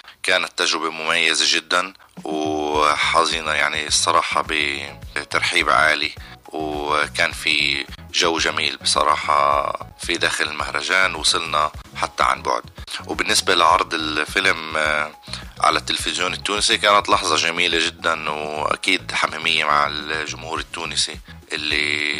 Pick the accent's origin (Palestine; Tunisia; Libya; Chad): Palestine; اللي إحنا بتعنينا كفلسطينية في حياتنا اليومية